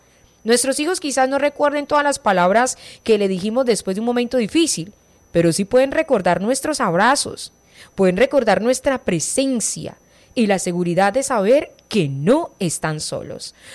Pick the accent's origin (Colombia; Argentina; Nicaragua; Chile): Colombia